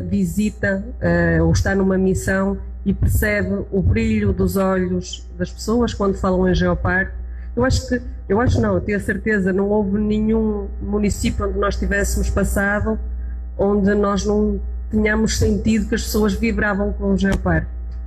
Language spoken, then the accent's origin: Portuguese; Arouca, Norte, Portugal; eu venho de Portugal, de Arouca